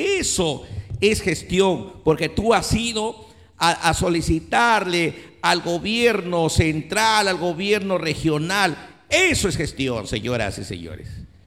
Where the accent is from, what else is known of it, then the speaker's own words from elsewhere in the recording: Olmos, Lambayeque, Peru; necesito dinero para hacer obras para mi pueblo de Olmos.